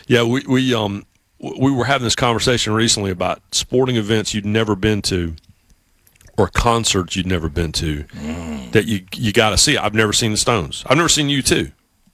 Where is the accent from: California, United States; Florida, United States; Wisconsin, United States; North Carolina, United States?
North Carolina, United States; Raleigh; growing up in the Triangle, growing up in Raleigh